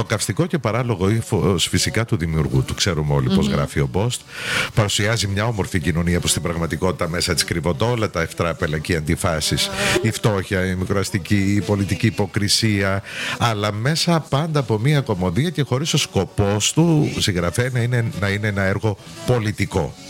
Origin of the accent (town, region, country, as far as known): Greece